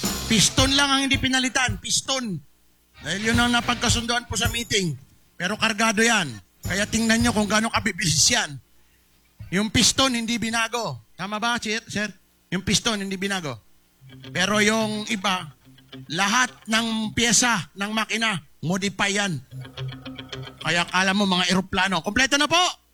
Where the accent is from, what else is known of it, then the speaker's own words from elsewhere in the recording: Puerto Princesa, Mimaropa, Philippines; Ako taga Puerto.